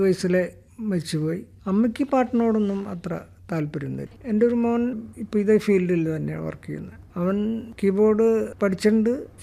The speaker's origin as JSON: {"language": "Malayalam", "town": "Thrissur", "region": "Kerala", "country": "India", "also_born_or_lived": "Madras", "moved": "yes", "said": "ഞാൻ തൃശ്ശൂർക്കാരനാണ്."}